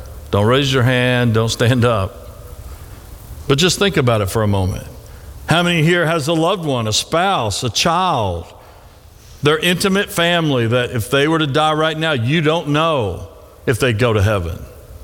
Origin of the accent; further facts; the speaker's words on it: Tennessee, United States; Of course, I was from Tennessee.